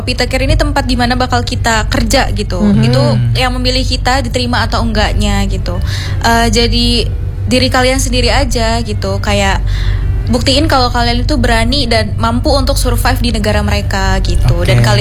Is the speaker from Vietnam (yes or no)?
yes; Vietnam; Kalau aku, karena aku dari Vietnam gitu, orang-orang Vietnam ini beneran sangat humble sama foreigner.